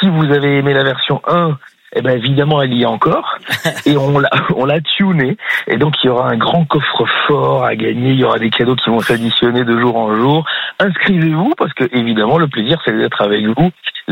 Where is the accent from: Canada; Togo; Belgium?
Belgium; Brussels, Brussels-Capital Region; born there; de Bruxelles, on devait traverser toute la France.